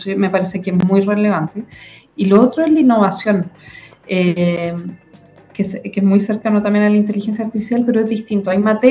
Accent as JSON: {"language": "Spanish", "country": "Chile", "said": "Nos autoflagelamos como chilenos diciendo, no, en Chile no se innova, todo viene de afuera."}